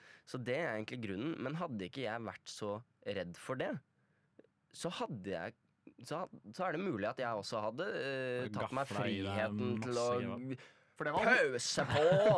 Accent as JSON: {"language": "Norwegian", "region": "Oslo", "country": "Norway", "tie": "born or raised there", "said": "Jeg er fra Oppsal på østkanten."}